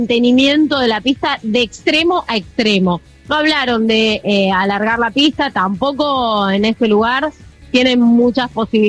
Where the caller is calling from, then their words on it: Argentina; acá en Argentina no decimos así.